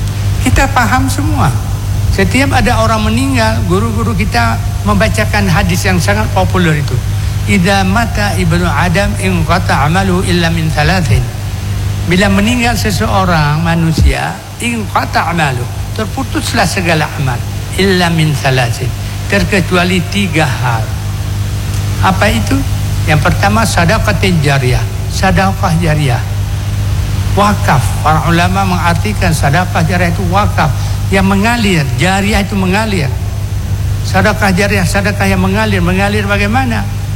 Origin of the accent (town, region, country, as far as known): Aceh, Indonesia